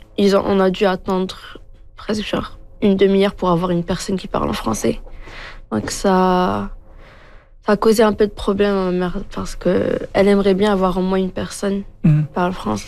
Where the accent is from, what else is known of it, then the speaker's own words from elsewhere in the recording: Morocco; moved away; On vient du Maroc.